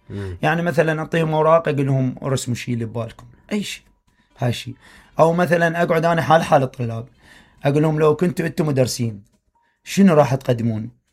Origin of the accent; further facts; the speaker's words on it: Iraq; ما دام انا عراقي وجاي اشتغل البلدي، ها، والمحافظه محافظه بابل